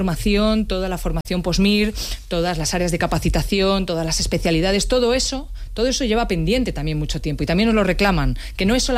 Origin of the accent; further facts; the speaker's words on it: Community of Madrid, Spain; como ministra y como madrileña